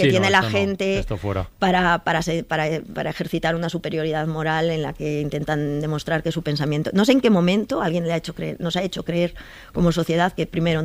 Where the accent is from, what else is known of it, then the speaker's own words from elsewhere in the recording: San Sebastián, Basque Country, Spain; soy donostiarra